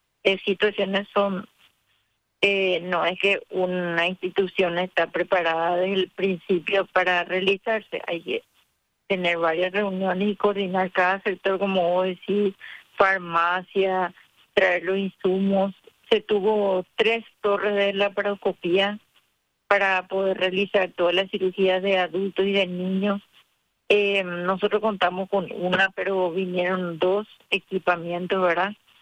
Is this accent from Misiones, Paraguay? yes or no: no; Asunción, Paraguay; moved away as an adult; now in Ciudad del Este, Paraguay; Solo dos personas somos de Asunción y migramos aquí por el tema del trabajo